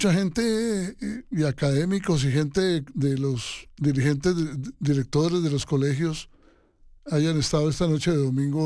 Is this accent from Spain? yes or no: yes; Spain; Y te repito, como español, te felicito por ese súper equipo.